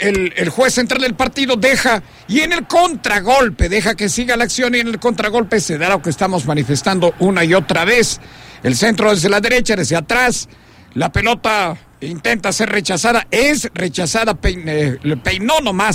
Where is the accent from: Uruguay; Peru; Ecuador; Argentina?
Ecuador; Pero, amigos, esta mi tierra linda, el Ecuador.